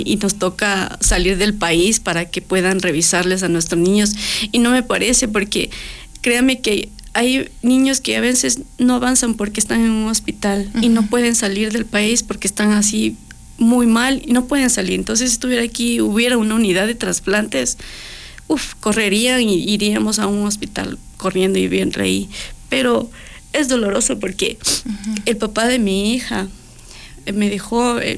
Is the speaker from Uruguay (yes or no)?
no; Colombia; moved away; Pero me tocó empezar desde cero. Cuando vine de Colombia, me tocó empezar a mirar mis cosas que estaban dañadas.